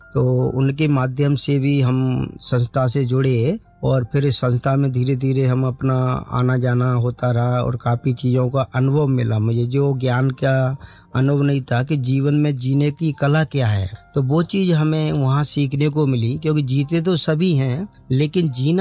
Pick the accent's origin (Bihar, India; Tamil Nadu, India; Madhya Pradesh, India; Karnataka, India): Madhya Pradesh, India; Porsa; और मैं Bhopal zone Porsa Madhya Pradesh MP से निकला हुआ हूँ। एज मेरी 51 है अभी।